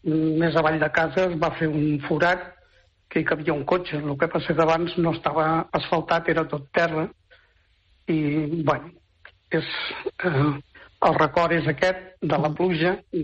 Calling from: Rubí, Catalonia, Spain; parlar del meu poble, que era abans, ara és Ciutat.

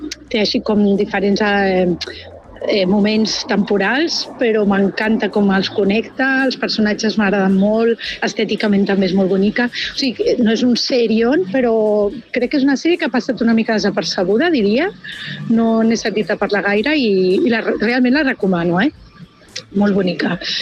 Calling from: Barcelona, Catalonia, Spain; de Barcelona.

